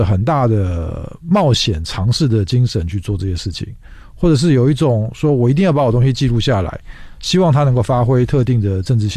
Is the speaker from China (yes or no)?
no; Taiwan; 我们台湾人